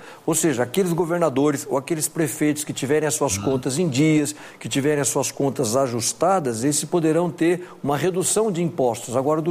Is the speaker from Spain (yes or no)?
yes; Spain; Portuguese is a second language; Como bom espanhol, vou falar algo aqui que vai ser uma heresia que eu vou falar aqui ao vivo, tá?